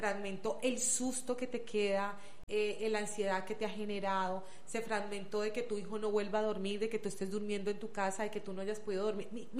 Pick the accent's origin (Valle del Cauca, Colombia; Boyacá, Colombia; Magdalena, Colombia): Valle del Cauca, Colombia; Buenaventura; soy orgullosamente porteña